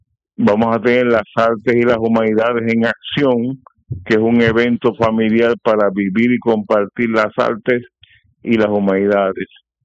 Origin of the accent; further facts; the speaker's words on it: Puerto Rico; born there; puede ver una exposición dedicada a la comunidad de Bélgica, donde yo nací hace casi 80 años